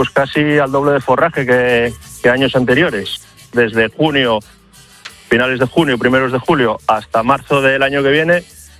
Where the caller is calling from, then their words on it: Las Regueras, Asturias, Spain; En el pueblo de Otero, concejo Las Regueras, aquí en el centro de Asturias.